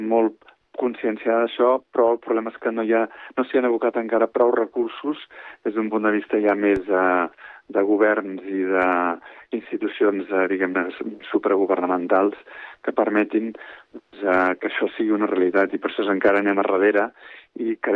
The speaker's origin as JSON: {"language": "Catalan", "town": "Sant Cugat del Vallès", "region": "Catalonia", "country": "Spain", "tie": "born or raised there", "said": "jo sóc santcugatenc de tota la vida, sóc fill de Sant Cugat, però treballo a Terrassa"}